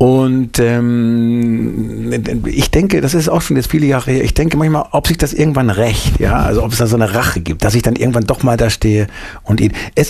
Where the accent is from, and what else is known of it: Bielefeld, North Rhine-Westphalia, Germany; born or raised there